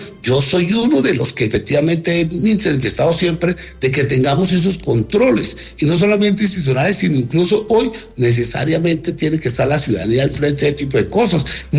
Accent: Colombia; es que como colombianos hacemos una veeduría

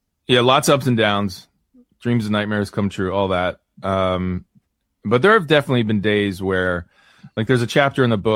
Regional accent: Philadelphia, Pennsylvania, United States; I mean, I'm from Philly. I don't try to play like the I'm Irish thing

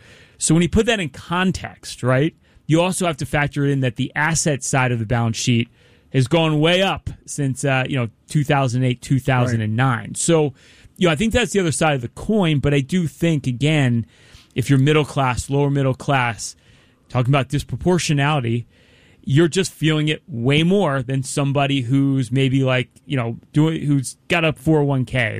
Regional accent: Philadelphia, Pennsylvania, United States; You know, and I'm a simple man, Brian. You know, I'm from Philadelphia. I got to keep it simple.

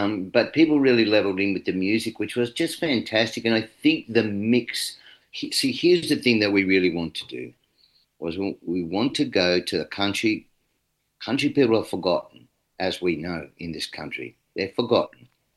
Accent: New South Wales, Australia; Well, I grew up in Western New South Wales

